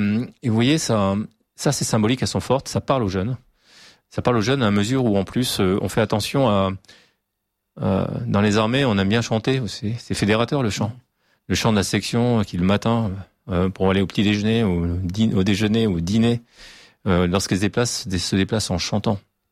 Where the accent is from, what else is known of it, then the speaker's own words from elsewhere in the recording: New Caledonia; On vient de Nouvelle-Calédonie, donc prenons le deuxième.